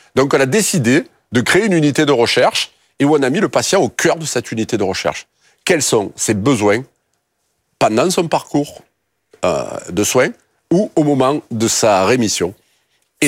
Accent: Marseille, Provence-Alpes-Côte d'Azur, France; accent: Marseille accent

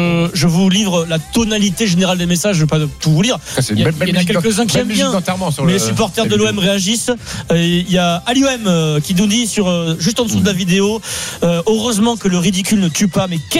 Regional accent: Marseille, Provence-Alpes-Côte d'Azur, France; Moi, je suis un Marseillais. Je vais pas faire du marketing.

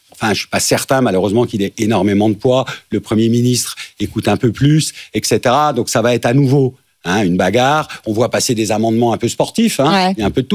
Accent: Nantes, Pays de la Loire, France; Moi, nous, on vient de Nantes.

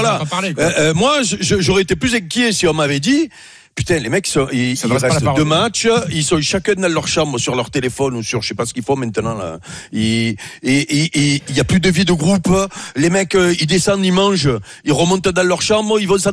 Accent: Robion, Provence-Alpes-Côte d'Azur, France; born there; Non, je suis né à Avignon, oh. Ouais. Je suis né à Robion, les Taillades.

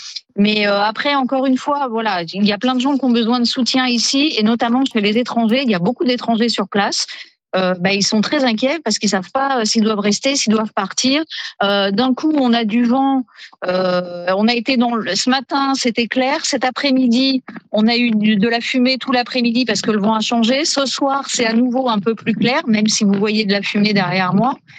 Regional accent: France; now in Arès, France; nous, en tant que Français

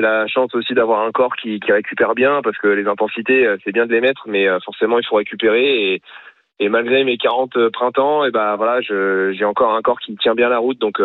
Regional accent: Normandy, France; je suis normand

